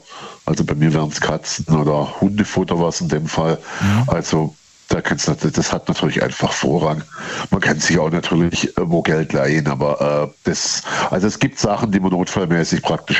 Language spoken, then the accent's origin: German; Baden-Württemberg, Germany; So 40 Kilometer nördlich von Stuttgart, also nördlich im Rems-Murr-Kreis, ja.